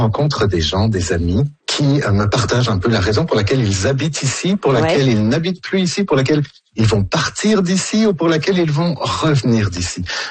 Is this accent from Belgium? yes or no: yes; Belgium; moved away as an adult; now in Montreal, Canada; Puis moi, j'ai quitté la Belgique pour Natashquan. À l'époque, j'avais 23 ans.